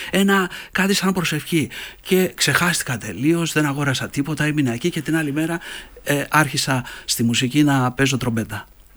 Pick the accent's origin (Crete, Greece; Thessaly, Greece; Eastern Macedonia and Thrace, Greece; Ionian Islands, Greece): Ionian Islands, Greece; Liapades; Γεννήθηκα στους Λιαπάδες στην Κέρκυρα, αν γνωρίζεις ένα χωριό κοντά στην Παλιοκαστρίτσα.